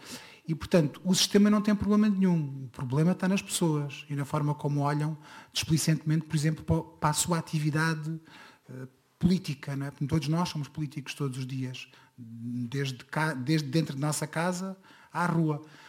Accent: Portugal; eu gosto muito do meu país, não tenho nada contra o meu país

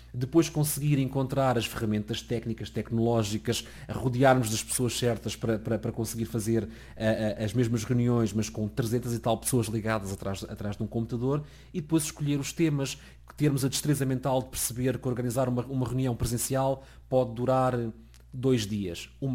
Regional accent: Portugal; moved away as an adult; now in Brussels, Belgium

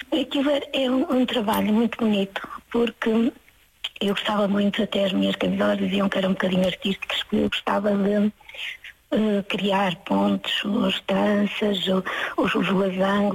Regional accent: Vila do Conde, Porto, Portugal; now in Viseu, Portugal; Eu nasci em Vila de Conde, numa aldeia ali perto de, pronto, de mais para o lado da Maia, fiquei entre a Trofa.

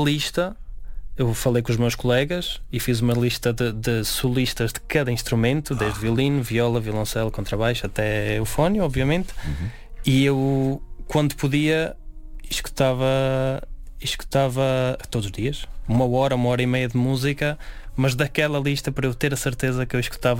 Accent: Celorico da Beira, Guarda, Portugal; E eu sou de Solurico da Beira, é uma vila pequeníssima, então isso é onde eu me sinto confortável, na tranquilidade, na natureza.

